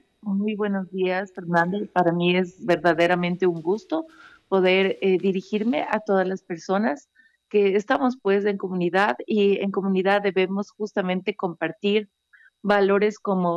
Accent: Ecuador; Pues dentro de la Constitución del Ecuador, en el artículo 50 está que los ciudadanos ecuatorianos tendremos derecho a la salud.

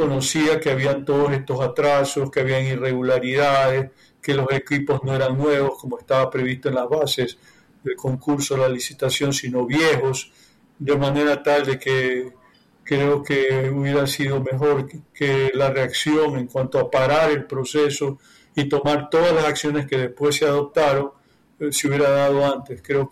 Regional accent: Ecuador; Y ahora terminamos siendo perjudicados los ecuatorianos

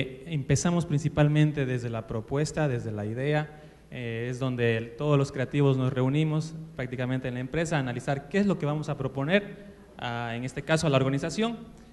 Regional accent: Macas, Morona Santiago, Ecuador; nosotros que somos de aquí del Cantón Morona

